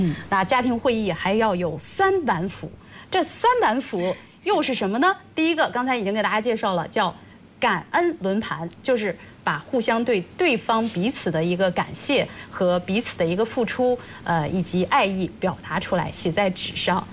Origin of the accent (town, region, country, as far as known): China